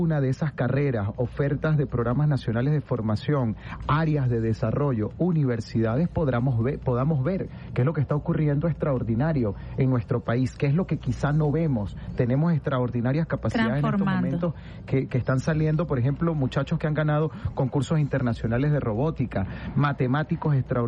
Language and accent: Spanish; Venezuela; Esos somos los venezolanos de verdad